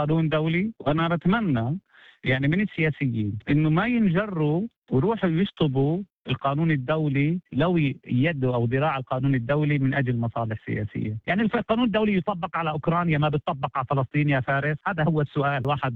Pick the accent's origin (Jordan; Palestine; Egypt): Palestine; now in Australia; إحنا يعني كفلسطينيين